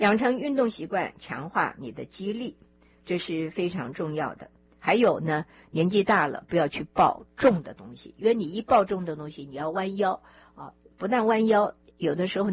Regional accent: China; 因为我们中国人喜欢，要不然就是窝在那边看电视

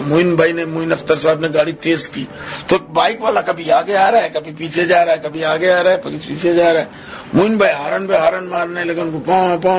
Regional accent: India; میں انڈین ہوں یہ حرم میں ملاقات ہوگی, ہوں مسلم.

